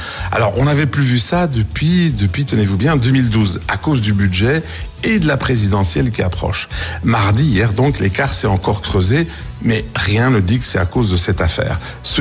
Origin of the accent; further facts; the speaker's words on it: Belgium; Et chez nous, en Belgique donc, c'est pas un spectacle lointain ce qui se passe là-bas.